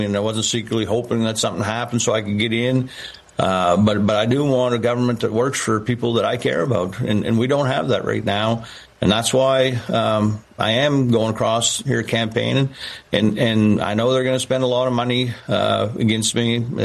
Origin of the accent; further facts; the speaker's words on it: Aroostook County, Maine, United States; we're both from Aroostook County.